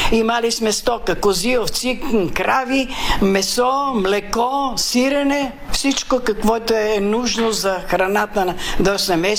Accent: Vidin Province, Bulgaria; Родена съм в Белоградчишко село на 12 км Паравуш.

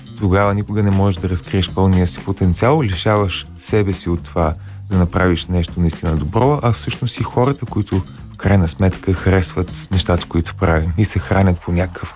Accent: Kavarna, Dobrich Province, Bulgaria; Аз съм отраснал в Каварна, едно малко крайморско градче.

